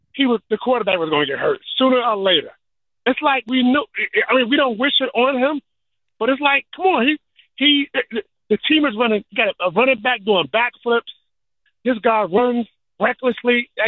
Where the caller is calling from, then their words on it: New York, United States; as a New Yorker